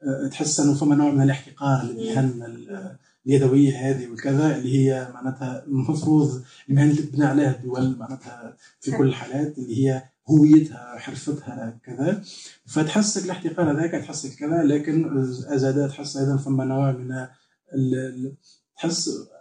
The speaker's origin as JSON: {"language": "Arabic", "country": "Tunisia", "said": "من سوسة، مولود في سوسة، دونك بيئتي بيئة تونسية عادية جدا"}